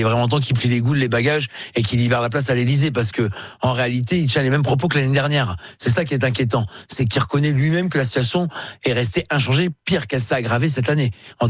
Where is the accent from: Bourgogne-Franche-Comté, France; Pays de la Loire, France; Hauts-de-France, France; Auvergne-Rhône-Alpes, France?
Hauts-de-France, France; accent: Ch'ti; first language Ch'ti; Je vais essayer de développer l'anglais ou le ch'ti, mais ma langue natale du Nord.